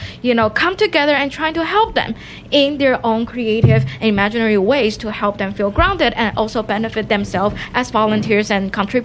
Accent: Taiwan; because I was not prepared to know I'm from Taiwan, and in Taiwan we don't know much about refugee, but we're big on education

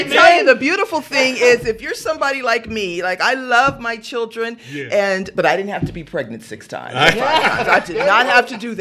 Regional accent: West Covina, California, United States; also born or lived in Baldwin Park / La Puente; But the bulk of my childhood was in West Covina. And then I moved from West Covina to La Puente. and I graduated from La Puente High School.

